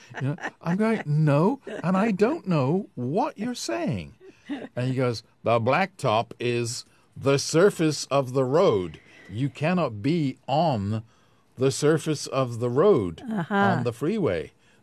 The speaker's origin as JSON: {"language": "English", "region": "England", "country": "United Kingdom", "moved": "as an adult", "lives_now": "United States", "said": "not known to me as an English person."}